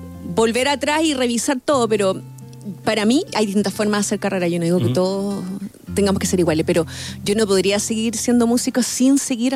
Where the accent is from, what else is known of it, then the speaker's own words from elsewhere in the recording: San Bernardo, Santiago Metropolitan Region, Chile; Para los que venimos de San Bernardo